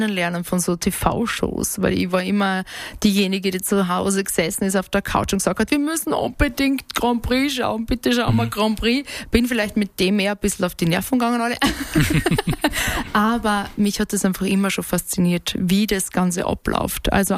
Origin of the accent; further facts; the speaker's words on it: Styria, Austria; Ja, bei uns in der Steiermark ist so einiges üblich.